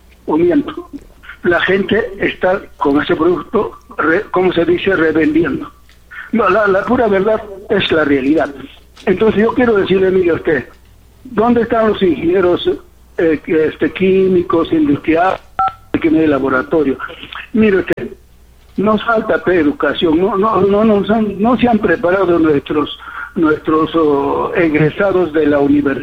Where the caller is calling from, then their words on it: Peru; Somos reservistas del Perú.